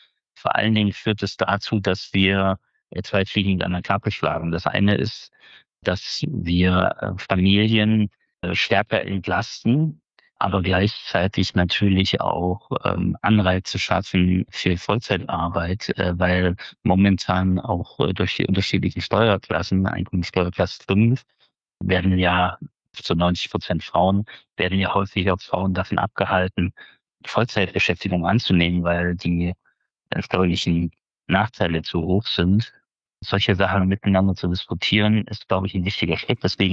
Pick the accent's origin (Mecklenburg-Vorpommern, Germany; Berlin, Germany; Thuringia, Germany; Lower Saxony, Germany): Thuringia, Germany; Jena; Wenn ich mir überlege, aus meiner Heimatstadt Jena fliegen Sensoren zum Mond oder zum Mars.